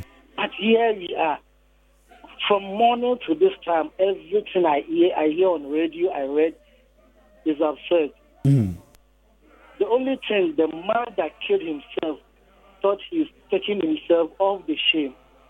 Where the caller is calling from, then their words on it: Ekiti, Nigeria; I'm calling from Ekiti.